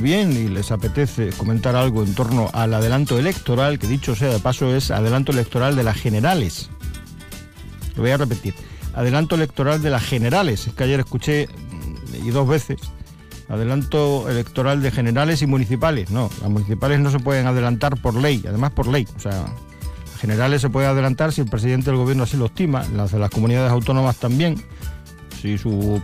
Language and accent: Spanish; San Roque, Andalusia, Spain; soy de San Roque